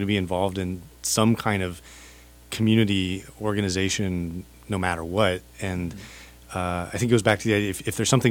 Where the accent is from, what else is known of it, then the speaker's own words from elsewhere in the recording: Kentucky, United States; moved away; growing up in Kentucky and in the 80s